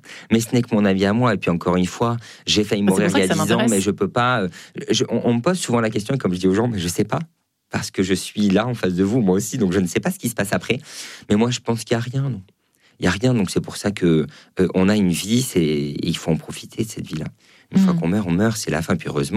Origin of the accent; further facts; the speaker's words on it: Auvergne-Rhône-Alpes, France; Moi, je viens d'Auvergne, c'est très très beau.